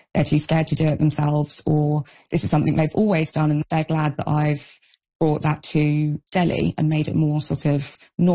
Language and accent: English; London, United Kingdom; You know, growing up in London, I never sort of saw that as a weird thing to do.